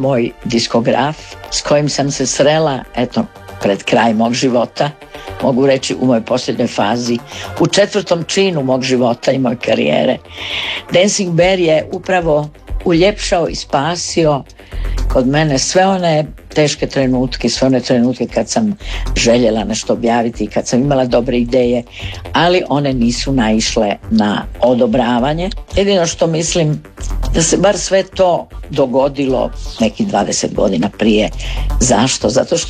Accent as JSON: {"language": "Croatian", "town": "Zagreb", "region": "City of Zagreb", "country": "Croatia", "tie": "born or raised there", "said": "jer ja sam rođena u Zagrebu, ja sam rođena na periferiji Zagreba, ja sam Zagreb proživjela na periferiji, jedno od najljepših djetinjstva što možete zamisliti."}